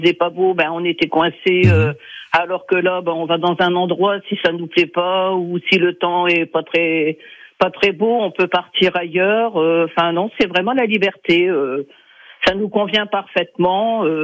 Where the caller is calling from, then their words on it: Belloy-sur-Somme, Hauts-de-France, France; De Belloy-sur-Somme.